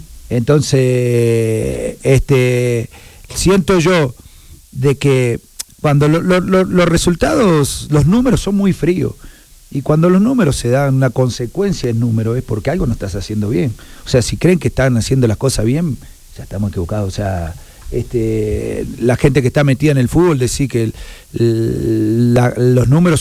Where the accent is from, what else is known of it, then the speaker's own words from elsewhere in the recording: Argentina; moved away as an adult; now in Mexico; yo soy extranjero, soy argentino